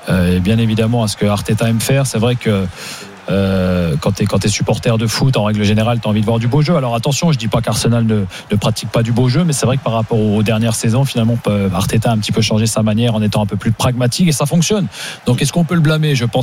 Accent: France; en tant que Français

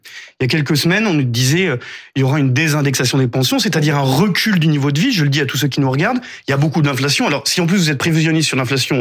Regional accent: Auvergne-Rhône-Alpes, France; moi, je viens de Haute-Loire.

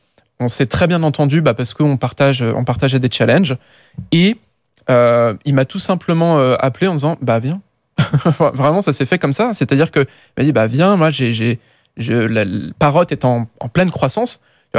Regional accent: France; il faut montrer son produit en tant que petit Français, en être fier et le porter avec son petit accent

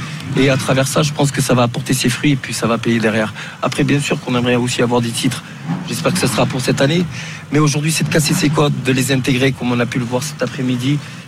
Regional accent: France; moi, ma soeur, quand j'ai grandi en France, pareil, quand elle s'est mise au football, elle a eu des préjugés.

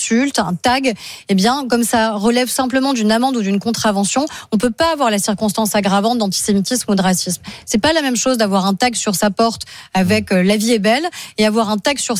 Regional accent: France

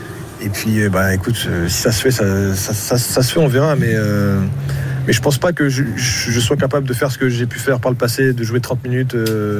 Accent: Charenton-le-Pont, Île-de-France, France; moi, déjà, je suis de Charenton

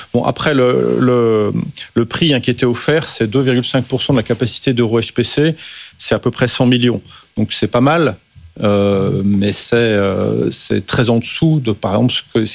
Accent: France; en tant que Français

